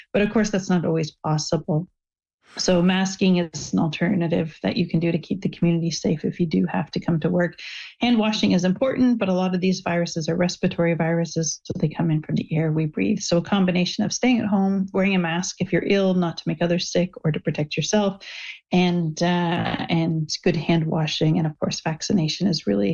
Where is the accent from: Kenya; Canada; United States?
Canada; Hamilton, Ontario; When I grew up right near Mohawk College.